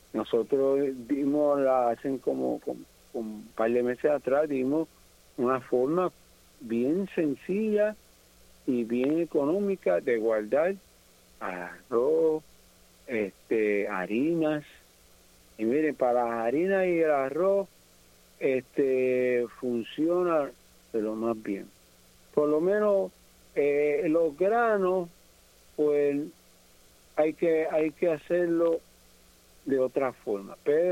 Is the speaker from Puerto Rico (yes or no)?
yes; San Juan, Puerto Rico; now in Orocovis, Puerto Rico; Yo no soy de aquí, yo soy de San Juan.